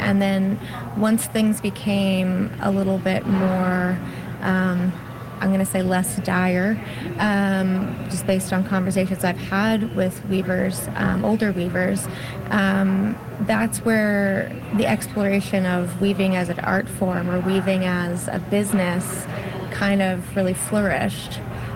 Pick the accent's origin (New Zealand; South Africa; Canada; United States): Canada; Newfoundland and Labrador; also born or lived in Alberta